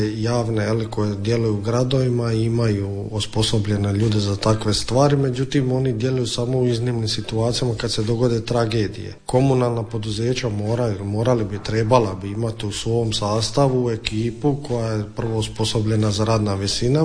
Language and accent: Croatian; Dalmatia, Croatia; Dobro, kod nas u Dalmaciji